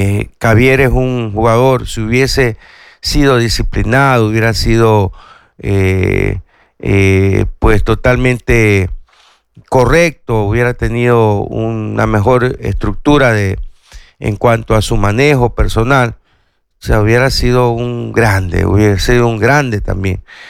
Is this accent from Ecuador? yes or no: yes; Ecuador; Somos los ecuatorianos que triunfamos